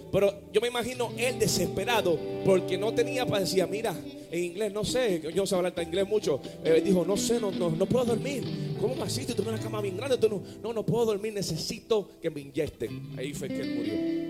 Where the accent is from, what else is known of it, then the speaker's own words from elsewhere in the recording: Carolina, Puerto Rico; Por eso es que cuando yo me crié en Carolina, a mí me dijeron que cuando yo tuviera, mi vida iba a cambiar.